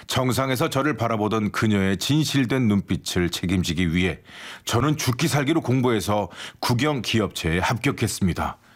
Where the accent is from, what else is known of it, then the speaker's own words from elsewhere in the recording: Busan, South Korea; 그렇게 해서 이제 저도 이제 고향이 부산이 됐고